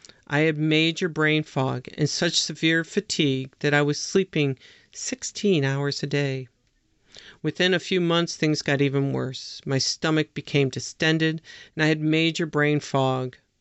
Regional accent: Connecticut, United States; the fact I grew up in Connecticut, where the tick-borne disease was first found

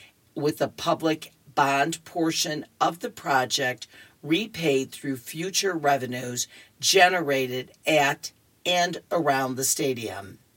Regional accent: Chicago, Illinois, United States; I'm a Chicagoan

